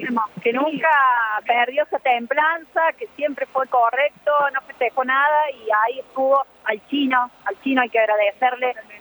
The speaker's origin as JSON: {"language": "Spanish", "region": "Córdoba", "country": "Argentina", "said": "Acá son mis amigas. Somos de Alberdi, vamos siempre a Alberdi, no nos perdemos un partido"}